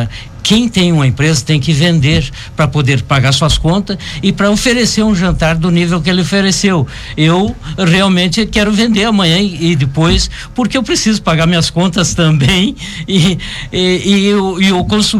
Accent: Lagoa Vermelha, Rio Grande do Sul, Brazil; also born or lived in Porto Alegre; now in Farroupilha, Brazil; Eu sou natural de Lagoa Vermelha, mas quando eu vim de Porto Alegre.

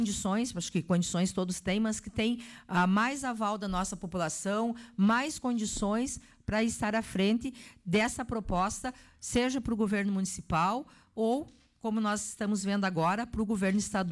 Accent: Soledade, Rio Grande do Sul, Brazil; eu sou soledadense, amo a minha terra

